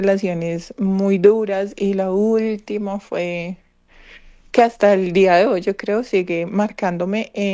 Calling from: Bogotá, Colombia; en Bogotá.

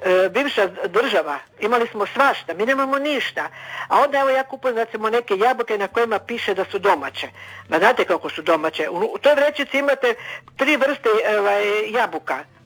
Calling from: Croatia

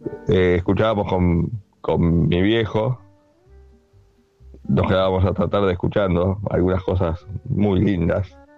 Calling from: Mar del Plata, Buenos Aires Province, Argentina; de Mar del Plata.

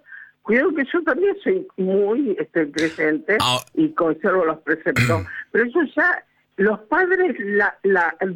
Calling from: Rosario, Santa Fe, Argentina

